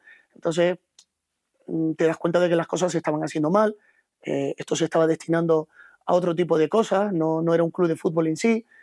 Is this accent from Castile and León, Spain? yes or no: no; Canary Islands, Spain; Yo soy un canario, soy un tinerfeño.